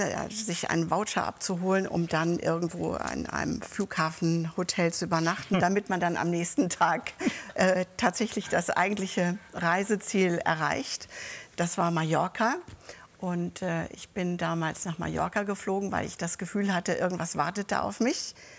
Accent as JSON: {"language": "German", "region": "Northern Germany", "country": "Germany", "said": "Wir sind ja als Norddeutsche manchmal ein bisschen zurückhaltender."}